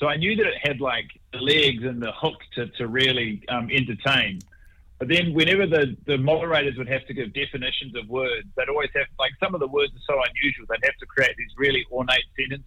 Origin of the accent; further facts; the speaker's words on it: New Zealand; Thank God You're Here, which I grew up watching here in New Zealand